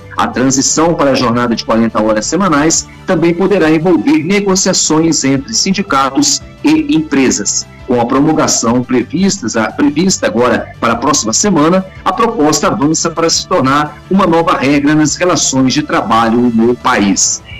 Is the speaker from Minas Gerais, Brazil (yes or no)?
yes; Minas Gerais, Brazil; also born or lived in São Paulo; Eu sou paulista, né, de naturalidade, mas me criei em Minas Gerais.